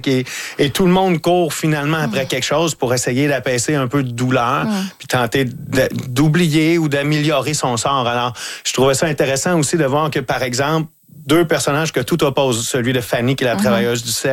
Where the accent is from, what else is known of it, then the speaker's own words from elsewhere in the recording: Lavaltrie, Quebec, Canada; now in Montreal, Canada; moi, je viens de la Valtrie, dans la région de la Naudière, puis quand je suis arrivé à Montréal, c'était ma porte d'entrée vers Montréal, et j'ai pas mal toujours habité là depuis 25 ans.